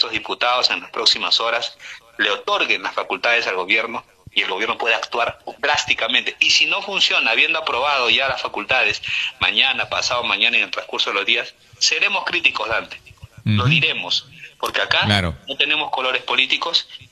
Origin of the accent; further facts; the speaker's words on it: Peru; Nosotros como pobladores, como peruanos